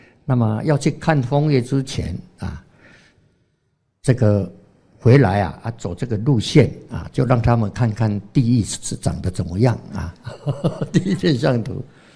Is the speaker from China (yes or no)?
no; Taiwan; accent: Taiwanese accent; 我们是台湾口音的讲台语的